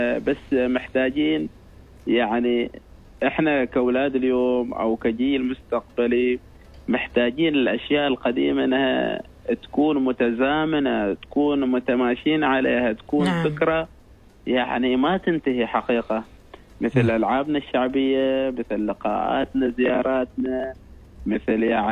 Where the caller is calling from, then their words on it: Al-Musanaah, Al Batinah South, Oman; ولايتي ولاية المصنعة منطقتي منطقة رشيد